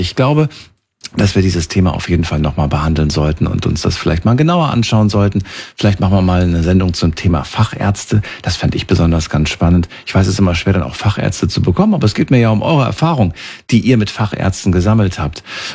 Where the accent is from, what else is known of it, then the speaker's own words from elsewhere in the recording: Germany; born there; Aus Deutschland, ja. Mein Papa ist Slowake, okay, aber ich bin in Deutschland geboren.